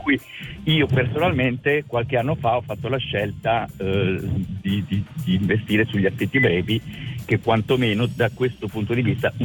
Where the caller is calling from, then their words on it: Milan, Lombardy, Italy; Allora io sono di Milano.